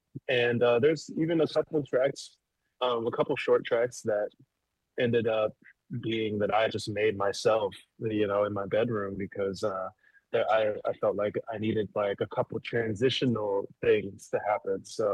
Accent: Maryland, United States; now in Brooklyn, United States; I'm from Maryland near DC

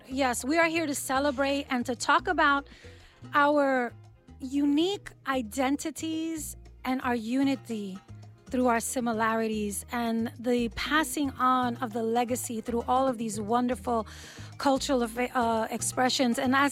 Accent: United States; born there; and I am half Puerto Rican on my father's side, and on my mother's side, I'm Ecuadorian and Colombian, and I was born here.

